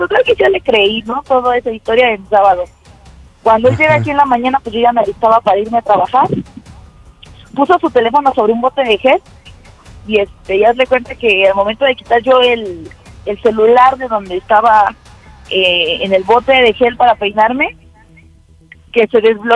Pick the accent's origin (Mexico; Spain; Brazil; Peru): Mexico; State of Mexico; Soy del Estado de México y tengo 36 años.